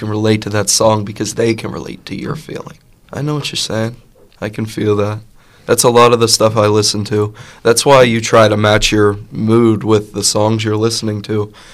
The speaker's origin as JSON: {"language": "English", "town": "Carrick", "region": "Pennsylvania", "country": "United States", "said": "I'm a sophomore from Carrick."}